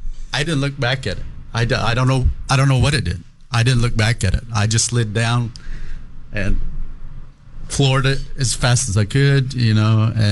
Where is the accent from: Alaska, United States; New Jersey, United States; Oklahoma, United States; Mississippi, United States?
Oklahoma, United States; Tahlequah; I grew up in the Northeast Oklahoma in a little town called Tahlequah, Oklahoma, which is the capital of Cherokee Nation. My mother was from there.